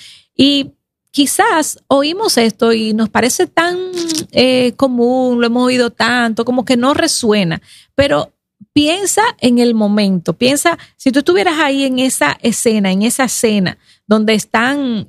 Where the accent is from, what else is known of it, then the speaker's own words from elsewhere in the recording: San Francisco de Macorís, Duarte, Dominican Republic; moved away as an adult; mucha gente en San Francisco de Macorís, que es el pueblo donde yo nací y me crié, ajá, hasta el momento de la universidad